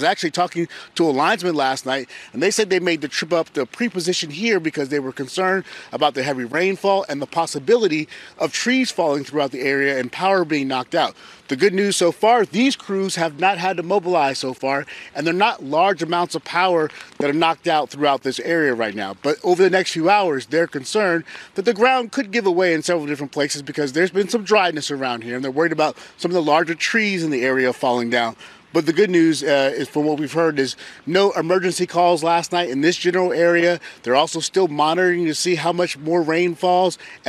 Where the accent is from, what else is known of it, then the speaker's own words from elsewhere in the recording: Florida, United States; we grew up in South Florida, so we know a little bit about rain and hurricane.